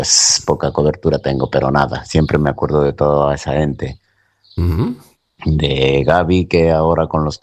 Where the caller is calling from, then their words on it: Córdoba, Andalusia, Spain; desde Córdoba